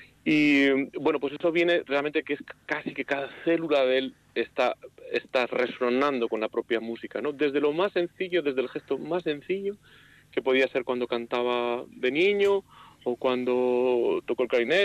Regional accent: Vitoria, Basque Country, Spain; somos una familia de Zaramaga y que hemos crecido en Vitoria

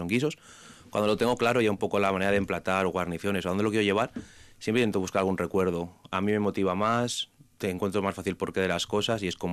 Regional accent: Zamora, Castile and León, Spain; moved away; Yo vengo de Zamora por cuestión de trabajo de mis padres

